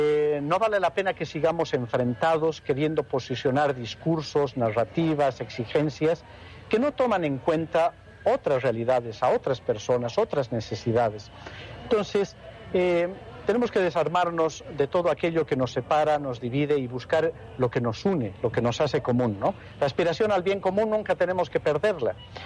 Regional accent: Bolivia

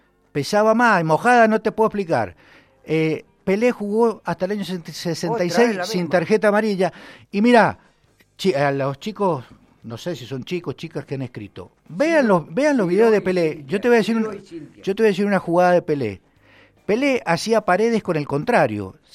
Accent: Argentina; si yo soy más argentino que el mate.

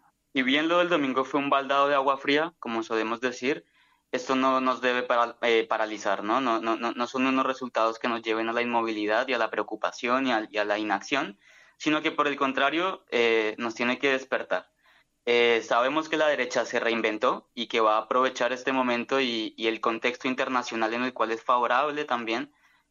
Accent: Colombia

